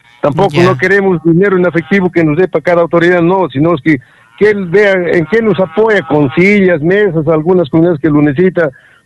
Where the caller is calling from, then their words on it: San Vicente de la Unión, La Libertad, Peru; soy el teniente del Casino San Vicente de la Unión.